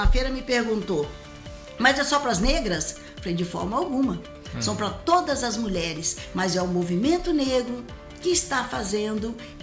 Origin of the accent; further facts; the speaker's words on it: Brazil; nós somos brasileiros, a nossa raça é uma mistura imensa, né, do mundo inteiro.